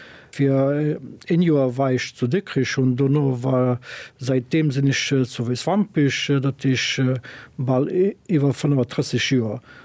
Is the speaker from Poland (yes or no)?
no; Tetovo, Polog, North Macedonia; German is a second language; Ich komme aus Westens Mazedonien. Ich war gebürtig zu Tetovo. das in Stadt vom Ball 80.000 Awohner mein Eltern sind am Fongol von Region Nationalpark Mavrovo ja.